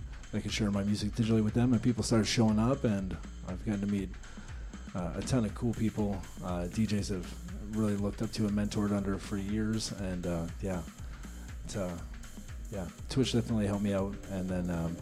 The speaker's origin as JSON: {"language": "English", "town": "Windsor", "region": "Ontario", "country": "Canada", "tie": "born or raised there", "moved": "yes", "said": "coming back to my hometown, and where, like, nobody knew who I was anymore because I've been gone for like a decade"}